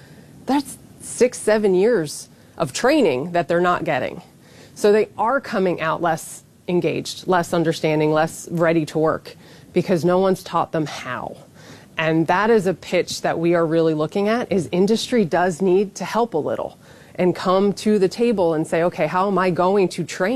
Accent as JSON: {"language": "English", "region": "East Coast", "country": "United States", "said": "I'm from the East Coast, so they shovel snow, like things like"}